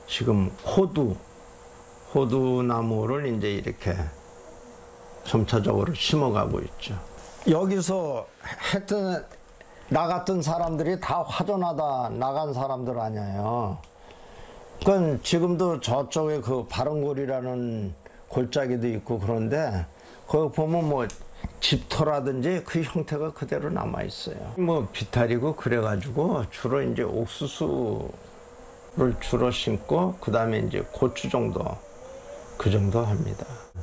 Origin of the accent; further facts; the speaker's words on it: Chuncheon, Gangwon, South Korea; also born or lived in Daegu / Incheon; 전쟁 당시에 대구에서 태어났고 인천을 거쳐서 이제 춘천에서 어려서부터 지금까지 쭉 자라고 있죠.